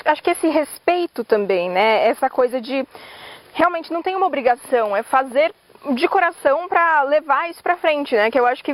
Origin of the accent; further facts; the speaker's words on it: Itatiba, São Paulo, Brazil; Eu sou de Itatiba, né, Yumi?